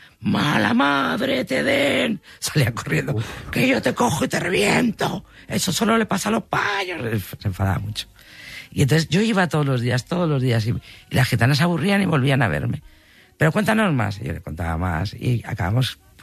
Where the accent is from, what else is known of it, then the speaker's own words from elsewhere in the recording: Badajoz, Extremadura, Spain; ella, no, es que yo soy de Badajoz.